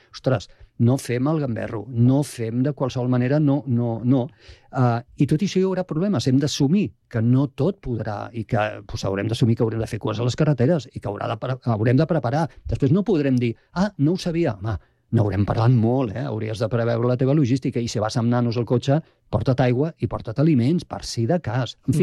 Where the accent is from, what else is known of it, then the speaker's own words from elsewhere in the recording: Tarragona, Catalonia, Spain; born there; moved away as an adult; jo que sóc de Tarragona, nascut a Tarragona, tot i que fa 30 anys que visc aquí, més de 30 anys ja, i a més estiuejo a Falset, al Priorat